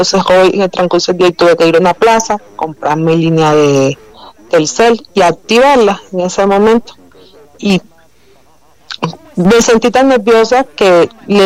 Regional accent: Cuba; la diferencia de mí, que soy de origen cubano, que yo estoy nacionalizada actualmente

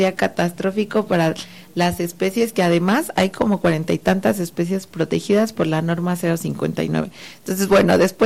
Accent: San Juan del Río, Querétaro, Mexico; yo soy del municipio de San Juan del Río.

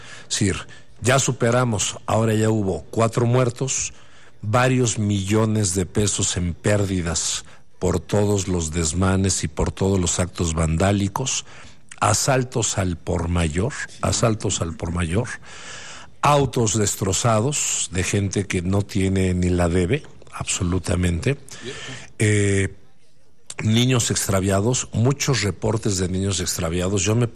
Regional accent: Mexico; me da pena como mexicano

